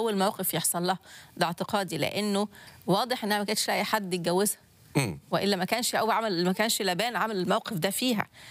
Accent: Egypt; اللي عندنا في مصر،

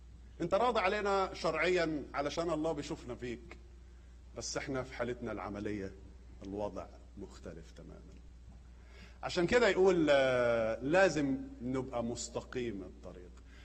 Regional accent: Upper Egypt, Egypt; عندنا في الصعيد يقول لك الرك عن نية،

